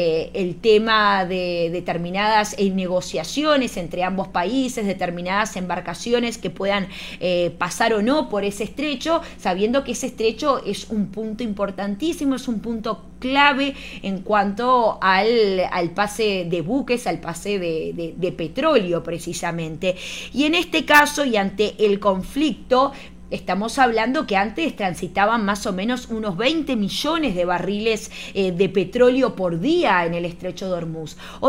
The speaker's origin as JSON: {"language": "Spanish", "country": "Uruguay", "moved": "yes", "lives_now": "Caracas, Venezuela", "said": "soy uruguaya pero vivo acá en Caracas, Venezuela"}